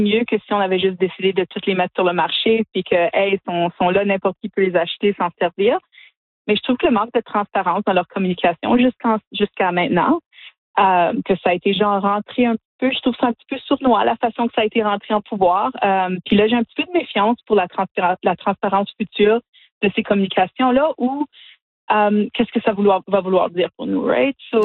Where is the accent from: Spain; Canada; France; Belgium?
Canada; Sudbury, Ontario